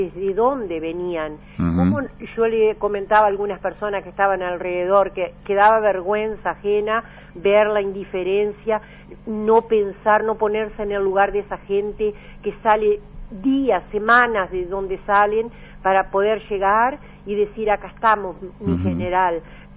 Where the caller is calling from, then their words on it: Uruguay; Como uruguaya